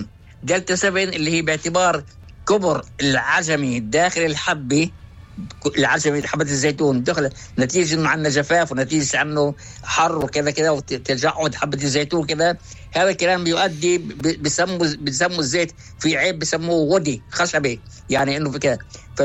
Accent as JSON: {"language": "Arabic", "country": "Palestine", "said": "في تراثنا الفلسطيني"}